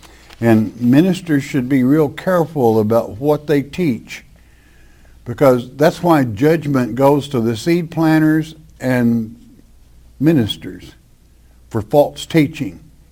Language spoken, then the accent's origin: English; Oklahoma, United States; I grew up in Oklahoma, and I was a grandson of one of the greatest horse buyers there ever was in Oklahoma.